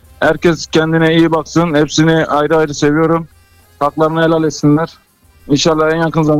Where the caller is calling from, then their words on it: Nazilli, Aydın, Turkey; Nazilli'den arıyorum.